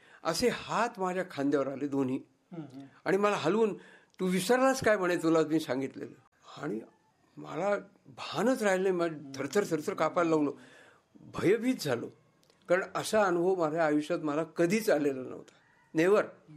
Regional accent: Akola, Maharashtra, India; born there

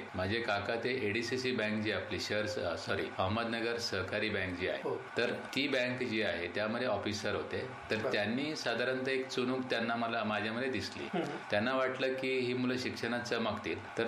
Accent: Kasar Pimpalgaon, Maharashtra, India; born or raised there; also born or lived in Varur Shevgaon / Ahmednagar

